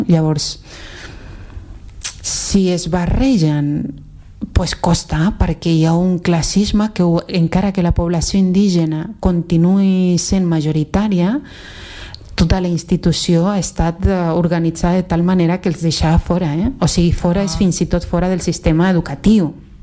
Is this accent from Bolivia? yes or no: yes; Santa Cruz, Bolivia; Catalan is a second language; moved away as an adult; now in Catalonia, Spain; al poble, perquè jo vaig educar bona part de la meva vida en poble, estaven al costat d'una població a la reserva de l'Amboró, que és una reserva importantíssima a part de l'Amazones, el meu poble és la porta a aquesta reserva